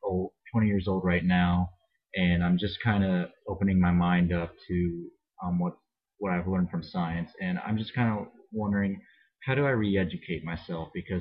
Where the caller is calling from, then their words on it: Ohio, United States; I'm from Northwest Ohio.